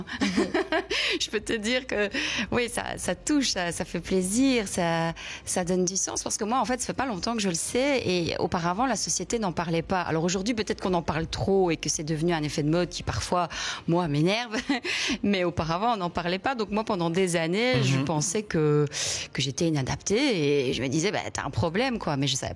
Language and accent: French; Wallonia, Belgium; Moi, je viens du Hainaut, donc beaucoup d'accents, beaucoup d'archétypes.